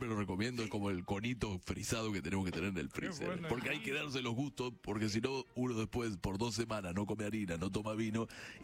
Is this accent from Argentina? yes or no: yes; Argentina; No falten el respeto, por favor, que somos profesionales de la República Argentina.